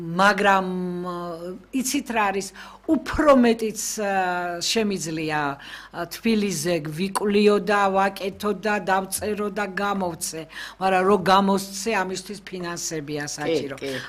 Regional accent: Tbilisi, Georgia; მე ჩემი თბილისიდან მოვდივარ, იმ უბნებიდან მოვდივარ, სადაც კარიარი კეტებოდა

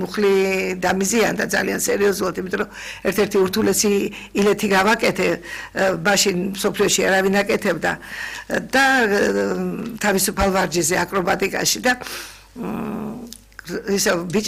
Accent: Urbnisi, Shida Kartli, Georgia; born there; ჩემი სოფელში იყო ურუბნიში, ქართლში. და იქ დავიბადე.

